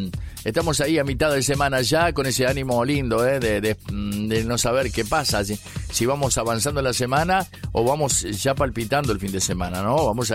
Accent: Uruguay; nosotros los uruguayos, de verdad, siempre estamos ahí, perfil bajo, tranquilo, siempre luchando, ahí vamos, sufriendo.

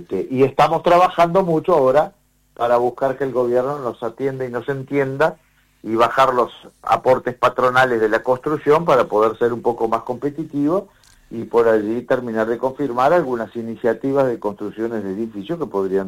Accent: Rivera, Uruguay; soy riverense y porque nací en Rivera y me crié en Rivera

